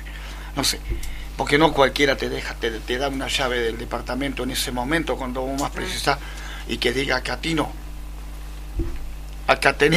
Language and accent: Spanish; Villa Rossi, Córdoba, Argentina; Yo ido hasta Villa Rossi a cantar gratis, Miguel. Sí, tu pueblo. Mi pueblo